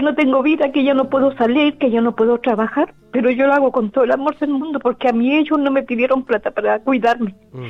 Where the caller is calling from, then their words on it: Curicó, Maule, Chile; De aquí, de Bombero Garrido.